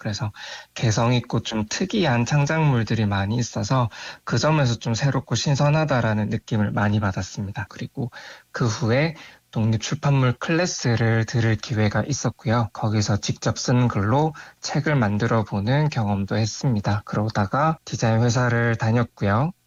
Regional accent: Ulsan, South Korea; moved away; also born or lived in Daegu; 여기 성남동을 선택한 이유는 제가 여기 바로 인접한 동네인 B04 구역이 제 고향입니다.

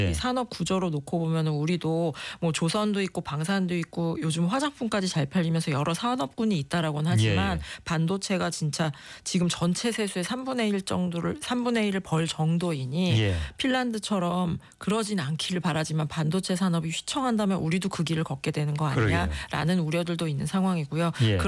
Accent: South Korea; 저도 한국에서 나고 자랐으니까요.

